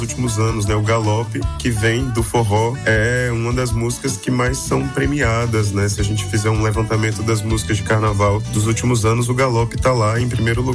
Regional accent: Bahia, Brazil; moved away as an adult; now in Salvador, Brazil; Precisou voltar para o interior para poder me criar junto à minha mãe. Me vejo agora, né, depois nesse pós-pandemia em Salvador

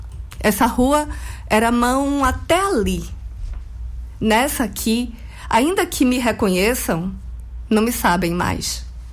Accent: Itabuna, Bahia, Brazil; now in Salvador, Brazil; E aí eu já era adolescente e morava aqui em Salvador já, porque eu morava no interior, sou de Itabuna.

